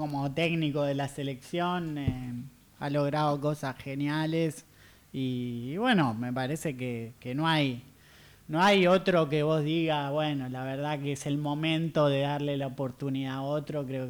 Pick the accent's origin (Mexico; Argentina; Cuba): Argentina; nos representa como argentinos